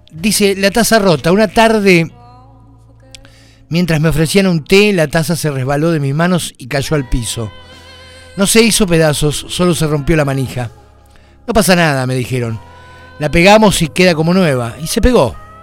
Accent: Argentina; Los argentinos somos esto, somos sangre, somos corazón, somos sentimiento puro.

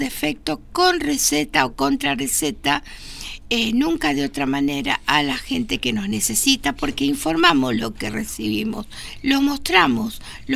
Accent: Argentina; cuando es el Mundial me apasiona como argentina que soy

